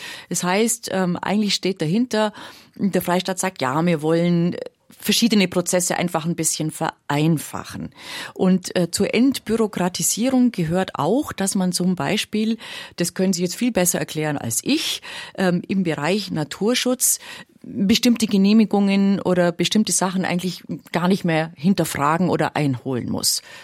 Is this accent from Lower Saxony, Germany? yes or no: no; Bavaria, Germany; Also es ist meine Heimatregion, deswegen kenne ich mich da ein bisschen aus. Also Fellhorn, natürlich beliebtes Skigebiet